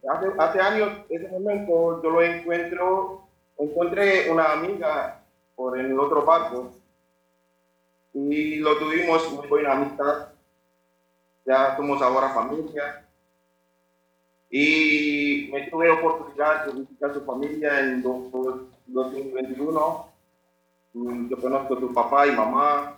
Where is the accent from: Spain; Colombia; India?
India; Spanish is a second language; now in Panama; Y cuando ellos siempre primeramente me preguntan que de dónde vienes, y cuando lo dije que soy de la India, y ahí Panamá me abrió la puerta y me dice bienvenido.